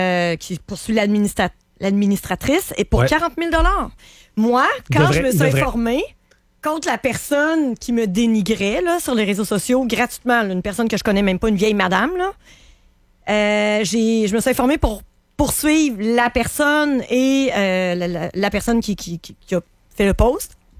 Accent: Quebec City, Quebec, Canada; Ben moi, j'ai été élevée dans les Saules puis Saint-Roch.

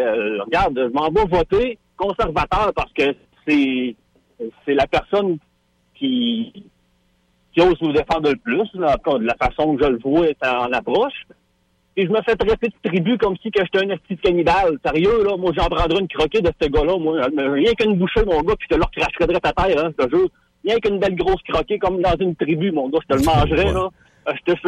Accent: Saguenay, Quebec, Canada; also born or lived in Loretteville / Beauce; je suis né à Québec. Je suis né à Loretteville. J'ai grandi au Saguenay. J'ai grandi dans Beauce.

